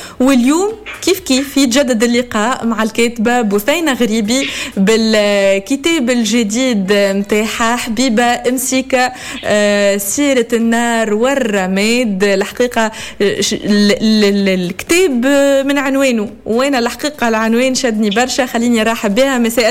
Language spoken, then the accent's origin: Arabic; Tunisia